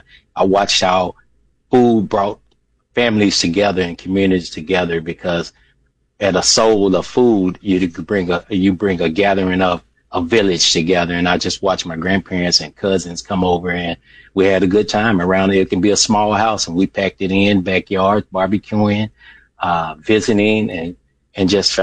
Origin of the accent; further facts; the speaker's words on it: Memphis, Tennessee, United States; now in Minnesota, United States; Well, I grew up in North Memphis, and it's a rough neighborhood, you know.